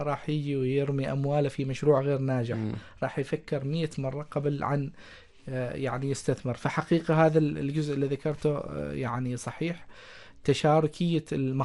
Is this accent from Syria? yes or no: no; Oman; عندنا في سلطنة عمان